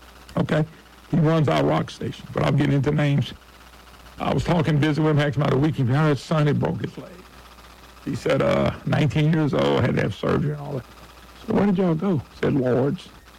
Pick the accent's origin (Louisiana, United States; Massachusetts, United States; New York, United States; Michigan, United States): Louisiana, United States; Baton Rouge; born there; also born or lived in Monroe; Heck, I was born in Lady Lake in Baton Rouge. We lived in Monroe for 35 years.